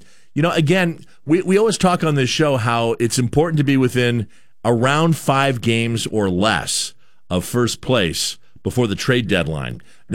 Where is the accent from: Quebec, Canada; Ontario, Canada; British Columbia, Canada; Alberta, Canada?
British Columbia, Canada; Vancouver; born there; I was born in Vancouver, Canada